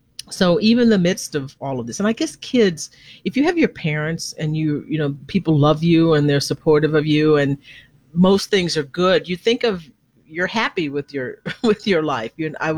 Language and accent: English; Conroe, Texas, United States; also born or lived in Livingston; When I first moved there, I moved, I was born in Livingston, Texas, about 50 miles northeast of there. But my parents moved to Conroe when I was about 6 months old.